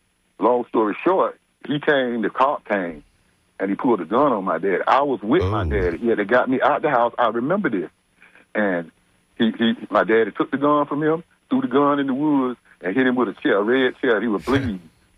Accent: United States; I was born in Thomas County. I know. Okay. I grew up there.

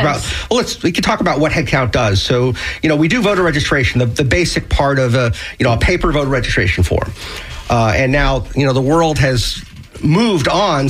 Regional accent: Miami, Florida, United States; moved away as an adult; So I grew up in Miami. Was a like a typical 18-year-old, moved out of Miami when I was 18 and went to college.

